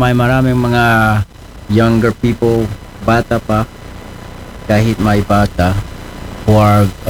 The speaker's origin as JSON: {"language": "Tagalog", "country": "Netherlands", "tie": "born or raised there", "moved": "yes", "said": "In the 90s, when I was growing up sa Netherlands"}